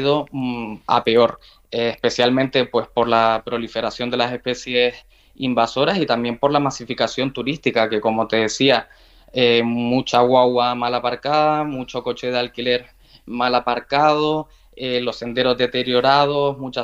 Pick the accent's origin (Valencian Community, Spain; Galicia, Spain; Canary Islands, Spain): Canary Islands, Spain; Santa Brígida; born there; yo soy de allí, de Santa Brígida, y llevo yendo a la caldera desde que era un niño